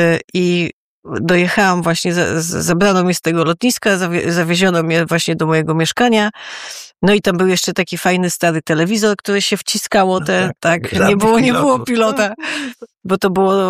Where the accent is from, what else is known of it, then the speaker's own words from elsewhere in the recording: Bartoszyce, Warmian-Masurian Voivodeship, Poland; na Warmii i Mazurach, gdzie się wychowałam, na ziemi Natangów, notabene, myślę, że był ten bałtycki duch. W Bartoszycach, w których spędziłam dzieciństwo